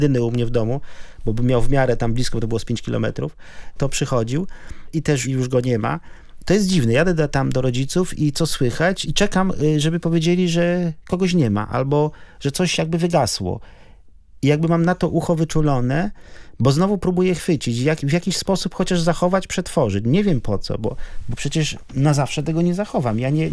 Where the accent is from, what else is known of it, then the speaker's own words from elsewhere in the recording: Greater Poland Voivodeship, Poland; ten u nas w Chełmie nad Nerem